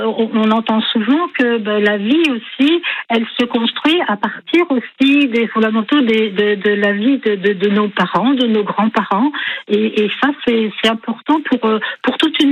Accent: Bourges, Centre-Val de Loire, France; moved away as an adult; also born or lived in Aveyron; Je suis de Bourges, je suis du département du Cher.

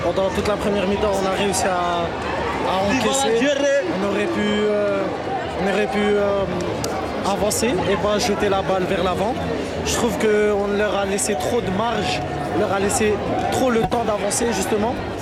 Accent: France; born there; moi qui est franco-marocain, justement, je supporte mon pays d'origine.

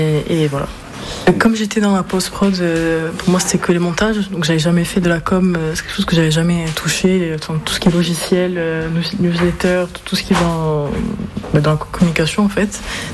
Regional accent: Corsica, France; J'étais partie de Corse pour faire mes études, du coup. Ça fait pas longtemps que je suis rentrée.

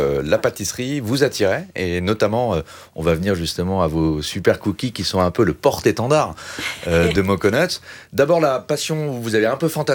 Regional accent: Japan; French is a second language; je cherchais à retrouver un cookie de mon enfance au Japon.

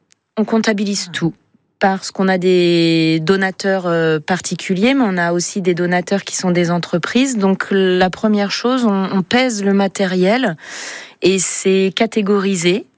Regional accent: France; Moi, je suis française. On est à côté de Chamonix.

